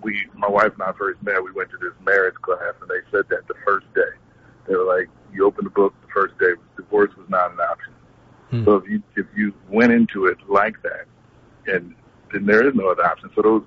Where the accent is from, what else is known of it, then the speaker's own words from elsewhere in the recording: Trenton, New Jersey, United States; growing up in Trenton